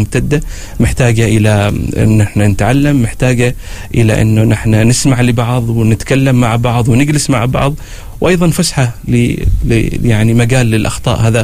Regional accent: Oman; إنه نحن فعلا في السمت واضح عندنا في عمان

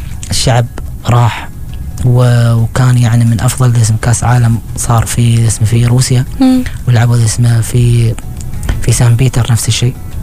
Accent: Oman; انت من وين؟ من عمان.

